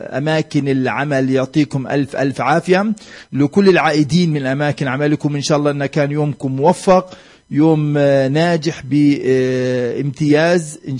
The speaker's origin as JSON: {"language": "Arabic", "country": "Palestine", "said": "بنا كفلسطينيين"}